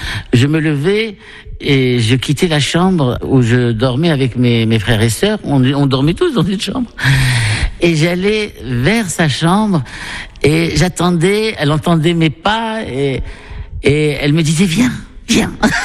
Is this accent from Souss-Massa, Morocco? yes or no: no; Marrakech, Marrakesh-Safi, Morocco; now in Paris, France; En Médina, au fin fond de la Médina de Marrakech, dans une rue qui s'appelle Derb Jdid, à Riad Zitoun El Kedim. Et j'ai passé toute mon enfance en Médina, au milieu d'une famille nombreuse. Nous étions 7 frères et sœurs.